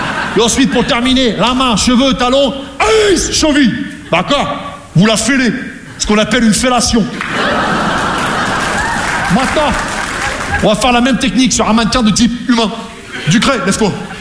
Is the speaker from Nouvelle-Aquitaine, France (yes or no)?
no; Rouen, Normandy, France; Je viens de Rouen, tu vois, la Normandie, les Vikings